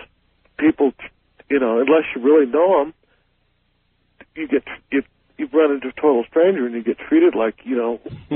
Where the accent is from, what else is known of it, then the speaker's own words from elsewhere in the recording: California, United States; now in Simi Valley, United States; I've lived in Southern California my whole life, and I'm like a quarter Hispanic.